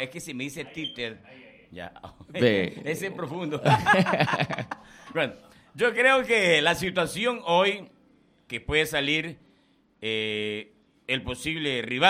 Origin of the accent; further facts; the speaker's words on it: Ecuador